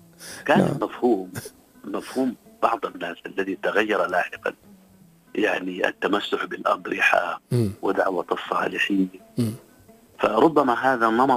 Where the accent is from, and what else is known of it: Sudan